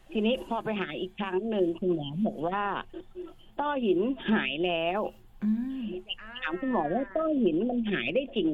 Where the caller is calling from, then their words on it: Phra Nakhon Si Ayutthaya, Thailand; ยู่อำเภอพระนครศรีอยุธยาจังหวัดอยุธยานะคะ